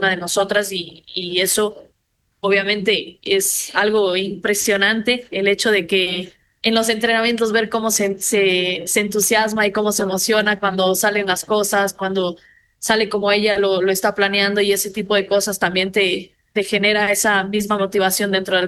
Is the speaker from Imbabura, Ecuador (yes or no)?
no; Cuenca, Azuay, Ecuador; hablar un poco con gente de mi ciudad natal.